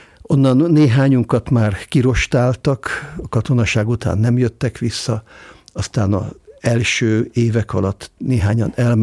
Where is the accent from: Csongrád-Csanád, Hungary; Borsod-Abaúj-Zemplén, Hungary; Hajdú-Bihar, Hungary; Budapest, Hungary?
Budapest, Hungary; jelenleg az 5. generációban élünk a 8. kerületben, a tisztviselőtelepen, és ott születtem, ott nőttem föl 4 testvéremmel együtt